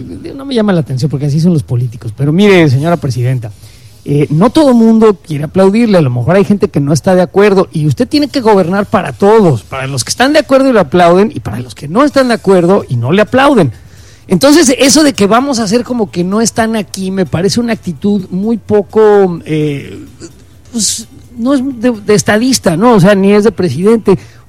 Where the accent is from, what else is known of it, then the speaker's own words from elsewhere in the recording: Mexico; somos mexicanos